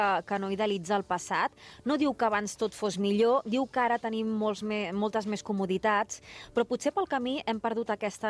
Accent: Catalonia, Spain; sóc periodista, sóc del Maresme, fa cosa d'un any que estic treballant aquí, a Premià de Mar

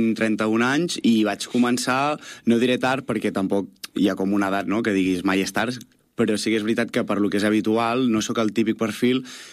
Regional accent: Castellcir, Catalonia, Spain; now in Barcelona, Spain; Jo sóc de Castellcí, ara visc a Barcelona, però sóc de Castellcí

